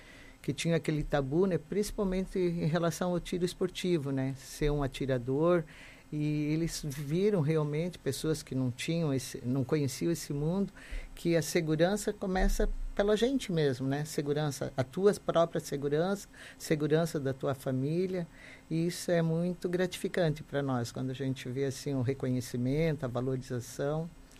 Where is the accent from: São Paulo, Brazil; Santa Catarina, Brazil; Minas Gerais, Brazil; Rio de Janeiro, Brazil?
Santa Catarina, Brazil; Joinville; born there; porque eu nasci aqui, eu sou de Joinville